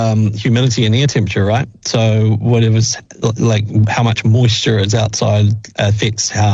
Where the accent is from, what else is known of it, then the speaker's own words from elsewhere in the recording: Dunedin, Otago, New Zealand; as people probably know, I grew up in Dunedin, and I only ever put socks and shoes on if I was forced to.